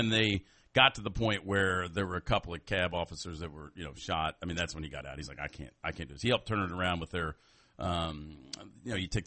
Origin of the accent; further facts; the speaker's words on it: Kentucky, United States; I'm like, Kentucky.